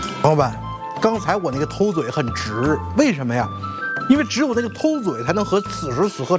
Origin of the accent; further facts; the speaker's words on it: Northeast China, China; 接下来呢，就要给大家展示我们东北人最爱吃的松花鸡腿。